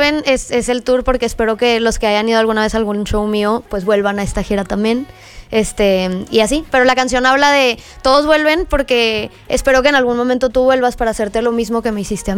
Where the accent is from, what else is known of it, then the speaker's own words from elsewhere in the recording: Monterrey, Nuevo León, Mexico; Soy de Monterrey